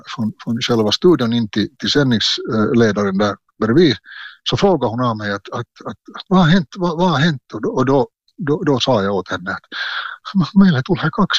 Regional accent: Uusimaa, Finland; Jo, jag flyttade från Västnyland till, eller vi flyttade från Västnyland till Östnyland när jag det där just fylla 7. Och så började jag i folkskola i Tolki svenska folkskola.

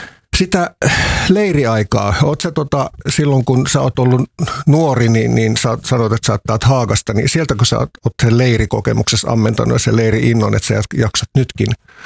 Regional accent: Tikkurila, Uusimaa, Finland; also born or lived in Lauttasaari; me muutettiin aikoinaan Lauttasaaresta Tikkurilaan

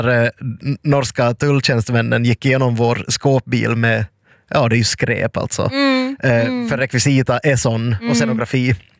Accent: Finland; Vi är från Finland.

